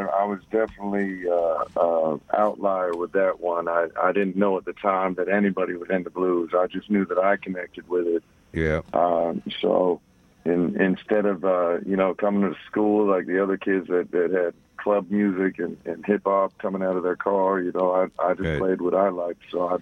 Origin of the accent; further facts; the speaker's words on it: Orlando, Florida, United States; born there; moved away as an adult; now in Tampa, United States; I was born in Orlando. I moved to Tampa when I was about 23, I think.